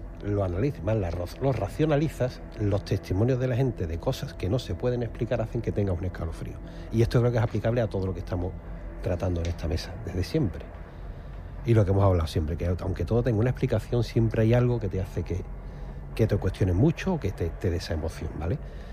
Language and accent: Spanish; Andalusia, Spain; Y vale, yo soy andaluz, yo me crié en esta cultura, ¿vale?